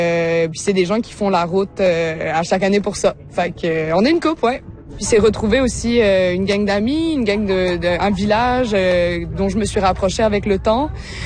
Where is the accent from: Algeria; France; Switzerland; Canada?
France; Réunion; born or raised there